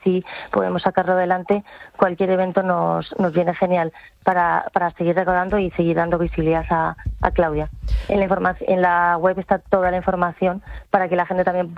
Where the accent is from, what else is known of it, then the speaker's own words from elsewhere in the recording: El Escorial, Community of Madrid, Spain; Somos del Escorial